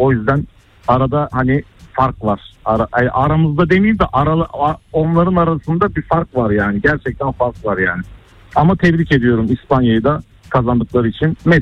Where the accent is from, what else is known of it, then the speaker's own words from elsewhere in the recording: Sivas, Turkey; Biz de gururla her zaman olduğu gibi bir Sivaslı olarak Süper Lig'de takımımız var.